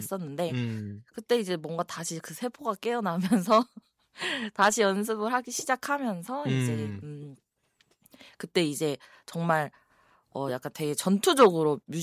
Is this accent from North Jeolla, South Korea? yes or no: yes; Jeonju, North Jeolla, South Korea; also born or lived in Chungcheong; 네, 전주고요. 학교는 이제 위에 갔다 내려왔는데